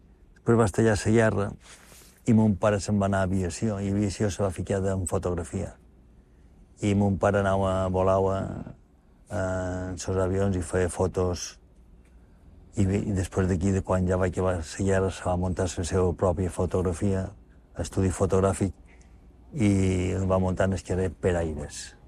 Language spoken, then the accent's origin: Catalan; Palma, Balearic Islands, Spain; vaig néixer a Palma l'any 1952, dia de 9 de març. Jo vaig néixer en el carrer Joan Crespí, que ja perquè encara naixíem en els pisos. Vaig néixer a casa, sí.